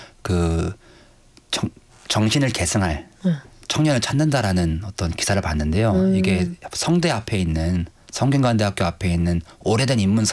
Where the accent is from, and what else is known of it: South Korea